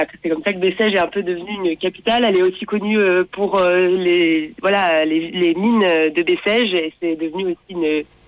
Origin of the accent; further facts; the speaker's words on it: Occitanie, France; Nous on est du Gard.